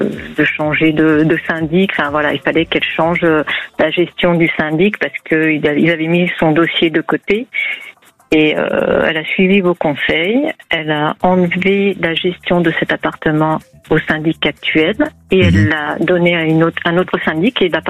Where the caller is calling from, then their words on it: Saint-Priest, Auvergne-Rhône-Alpes, France; À côté de Lyon, Saint-Priest